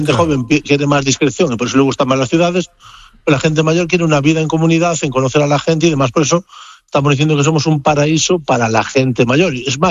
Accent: Galicia, Spain; also born or lived in Barcelona; Yo ya te digo, yo nací en Barcelona, pero ya de pequeñito me vine para Galicia

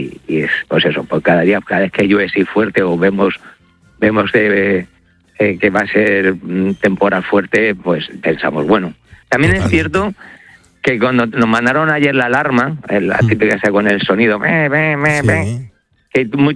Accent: Madrid, Community of Madrid, Spain; now in Valencia, Spain; Que yo creo aquí en Valencia, yo siendo madrileño del barrio de Argüelles, pues que la gente está muy acostumbrada a la lluvia.

